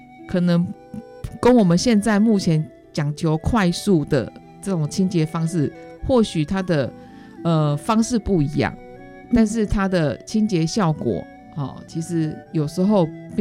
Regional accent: Taiwan

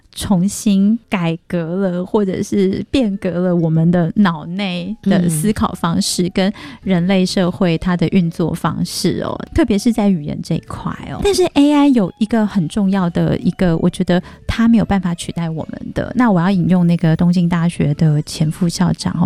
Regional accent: Taiwan; 我们台湾人

